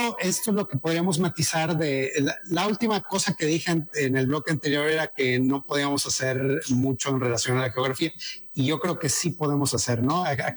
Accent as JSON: {"language": "Spanish", "country": "Mexico"}